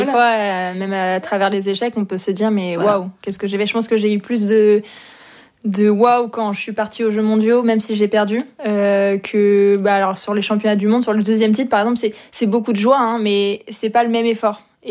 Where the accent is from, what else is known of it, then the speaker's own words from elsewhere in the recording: La Chapelle-la-Reine, Île-de-France, France; Alors moi, je viens de La Chapelle-la-Reine.